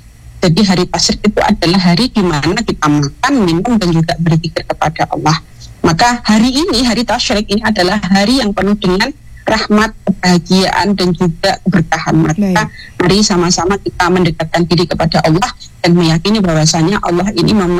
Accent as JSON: {"language": "Indonesian", "region": "Sumatra", "country": "Indonesia", "said": "saya ini orang Sumatera"}